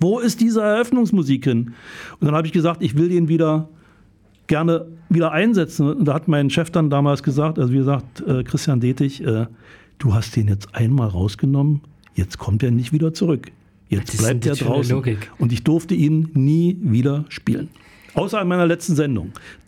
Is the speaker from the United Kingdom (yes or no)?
no; East Germany, Germany; Ich ging dann nach Berlin zum SFB praktisch, war da als Ossi erstmal so ein bisschen, naja, was ist denn das für einer?